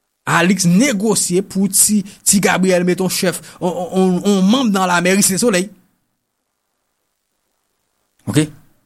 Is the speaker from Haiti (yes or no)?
yes; Haiti; Parce que chez nous en Haïti, ce sont des bandits qui a l'honneur.